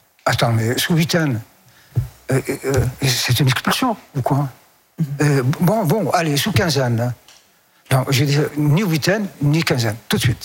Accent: France; Bon, heureusement, je suis français, donc au moins ça.

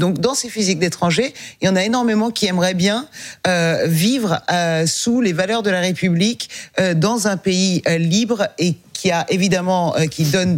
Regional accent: France; moi je suis française d'origine étrangère.

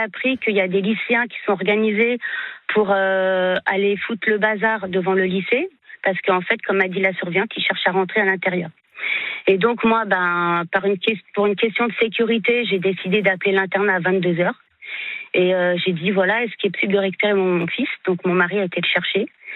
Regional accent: Île-de-France, France; Moi, j'ai grandi près de Garches-Charcelles

